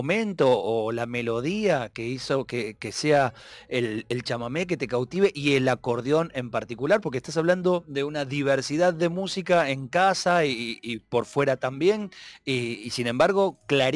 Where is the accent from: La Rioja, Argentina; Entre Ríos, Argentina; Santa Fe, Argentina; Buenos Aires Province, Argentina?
Buenos Aires Province, Argentina; aguante el oeste del Gran Buenos Aires, aguante, los que venimos de esos lados.